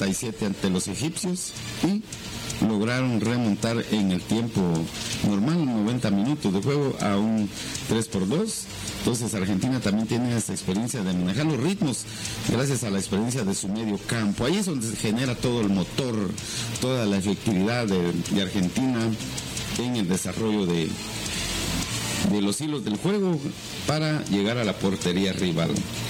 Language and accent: Spanish; Guatemala